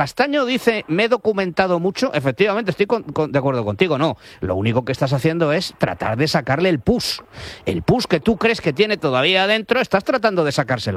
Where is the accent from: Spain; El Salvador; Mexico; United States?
Spain; Es decir, nosotros somos, los españoles somos los que tenemos razón, ¿sabes?